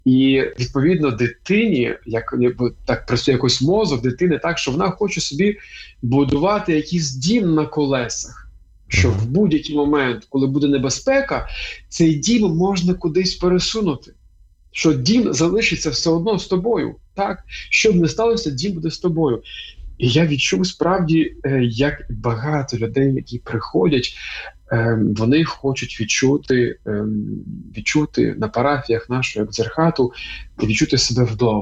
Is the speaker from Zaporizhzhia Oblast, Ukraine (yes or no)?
yes; Melitopol, Zaporizhzhia Oblast, Ukraine; born there; moved away as an adult; він також народився в Мелітополі. І та віці, власне, півтора року ми виїхали з Мелітополя